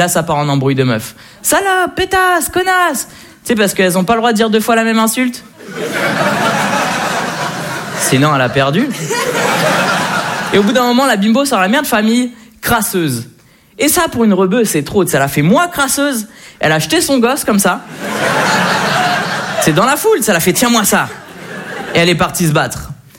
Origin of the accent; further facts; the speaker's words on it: Le Havre, Normandy, France; also born or lived in Neuilly-sur-Seine; now in Paris, France; je fais du stand-up depuis un moment, moi. Je suis originaire du Havre.